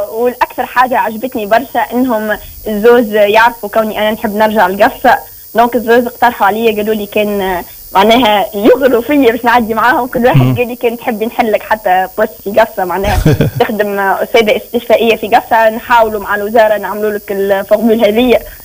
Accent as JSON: {"language": "Arabic", "country": "Tunisia", "said": "عندنا في تونس"}